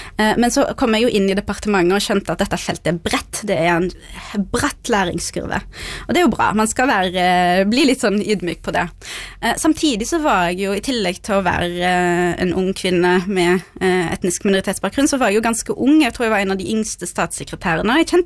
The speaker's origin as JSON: {"language": "Norwegian", "town": "Haugesund", "region": "Rogaland", "country": "Norway", "tie": "born or raised there", "also_born_or_lived": "Beirut", "first_language": "Norwegian", "said": "Og jeg er oppvokst i Haugesund, jeg født i Beirut, men jeg kom jo her da jeg var et halvt år gammel, så mitt primærspråk er jo norsk."}